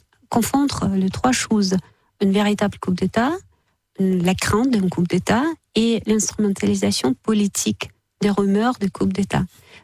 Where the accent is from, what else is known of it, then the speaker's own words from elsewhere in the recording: Russia; moi, en tant que russe, et je suis allée à Moscou il n'y a pas très longtemps